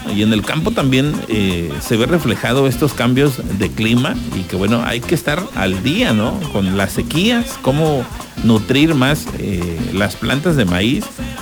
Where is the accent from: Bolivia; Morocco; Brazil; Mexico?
Mexico; nuestra creencia como mexicanos.